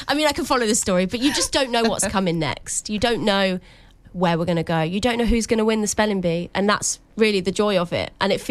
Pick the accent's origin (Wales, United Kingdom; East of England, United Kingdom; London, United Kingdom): East of England, United Kingdom; St Neots; I am from St. Neots